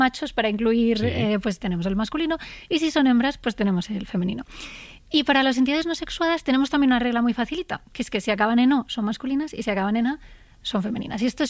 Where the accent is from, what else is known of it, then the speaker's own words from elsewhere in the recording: Madrid, Community of Madrid, Spain; Yo soy más de Madrid que el lugar de Madrid.